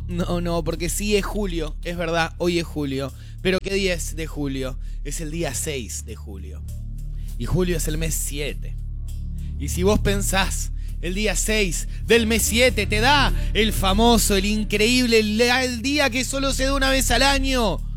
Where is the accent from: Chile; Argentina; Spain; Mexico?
Argentina